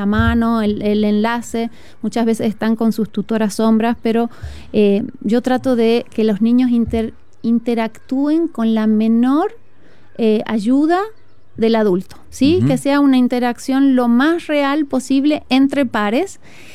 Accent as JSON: {"language": "Spanish", "country": "Argentina", "moved": "yes", "lives_now": "Chile", "said": "Estela, ahora habla como argentina. Yo tengo un acento ya suavizado, son 20 años ya en Chile"}